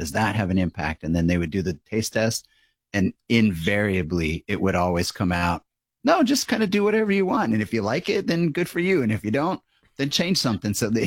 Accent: Arizona, United States; I grew up in Arizona, okay, and there was a lot of mesquite used around there

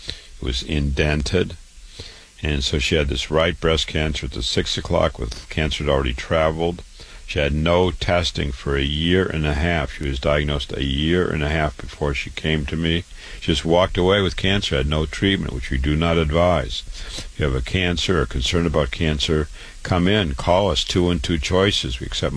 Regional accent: Waterloo, Iowa, United States; I was born and raised in Waterloo, Iowa.

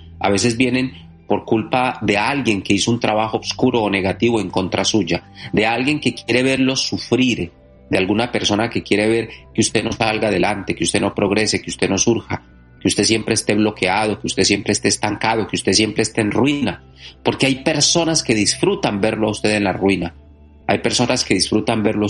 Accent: Catemaco, Veracruz, Mexico; de Catemaco, Veracruz, y todos los curanderos de fe estamos aquí preparados

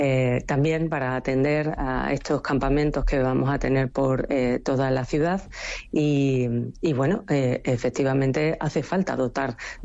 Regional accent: Ceuta, Spain; Los ceutíes vivimos con miedo, con el alma en vilo, y no solamente porque hayan llegado 10.000 personas y estemos abandonados en este mes.

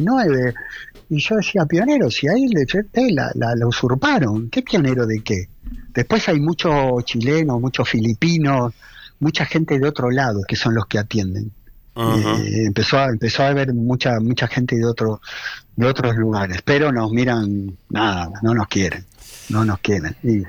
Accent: Pinamar, Buenos Aires Province, Argentina

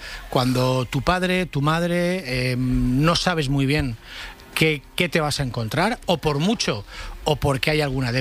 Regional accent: Valencia, Valencian Community, Spain; born there; Estoy en Radio Valencia, vale. En mi ciudad natal, en Valencia.

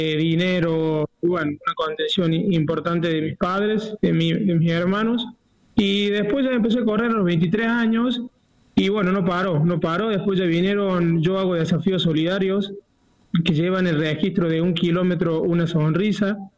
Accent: Córdoba, Argentina; Soy el primer cordobés, el primer hombre en realidad, porque ha habido una mujer en el 2019 que participó, pero bueno, soy el primer cordobés en la historia que va a correr.

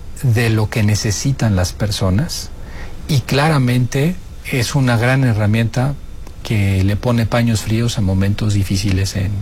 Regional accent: Mexico; Yo soy mexicano estoy orgullosa de ser mexicano

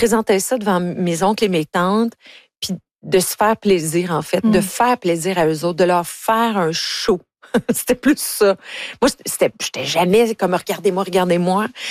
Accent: Ontario, Canada; parce que moi, je viens de l'Ontario.

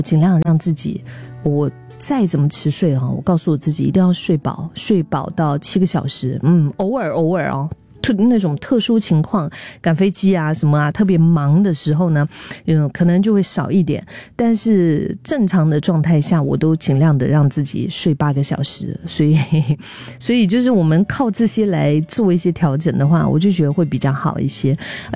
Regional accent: Singapore; 你知道我们新加坡话讲就是很行囊了嘛

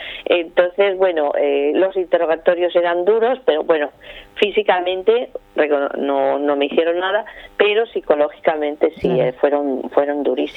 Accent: Spain; soy española

